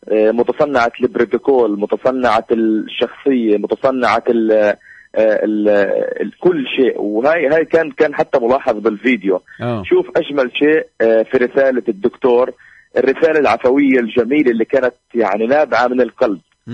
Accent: Palestine; احنا كشعب فلسطيني

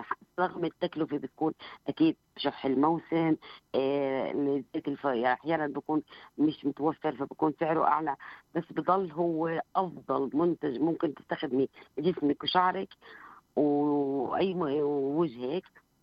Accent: Palestine; إحنا تعودنا، إحنا فلسطينيين متعودين على الظروف.

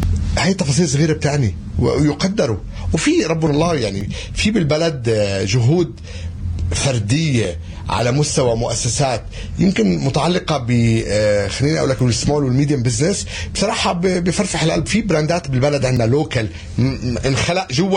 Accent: Palestine; بفتخر أكيد بفلسطينيتي لما أنا أروح، أنا فلسطيني بمثل بلدي

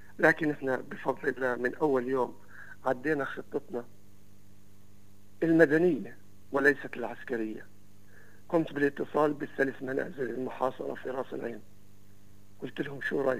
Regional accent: Palestine; احنا كفلسطينيين

